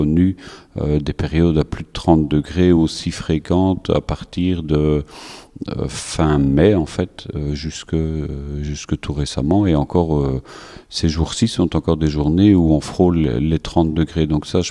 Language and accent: French; Wallonia, Belgium; je viens de la région de Hattes, Leuzen et Nau précisément.